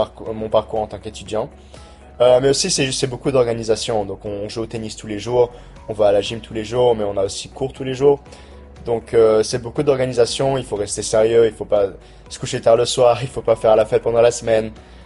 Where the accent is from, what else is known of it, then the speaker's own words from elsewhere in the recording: Port Vila, Shefa, Vanuatu; moved away as an adult; now in Buffalo, United States; j'ai grandi à Port-Vila